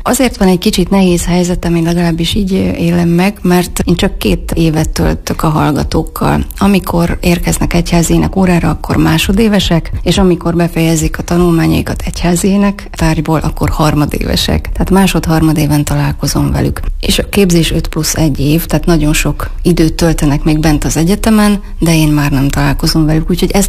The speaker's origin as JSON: {"language": "Hungarian", "town": "Sajóvelezd", "region": "Borsod-Abaúj-Zemplén", "country": "Hungary", "tie": "born or raised there", "said": "Én eredendően borsodi vagyok, egy kis gömöri vagy bükkajai településről, Sajóvelezdről származom. Ez a szlovák határtól 25 kilométerre, Miskolc és Aktelek között"}